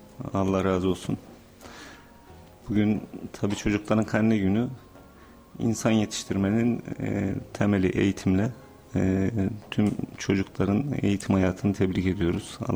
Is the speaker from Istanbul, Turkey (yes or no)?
no; Ankara, Turkey; born there; Ankara doğumluyum. Aslen Erzincanlıyım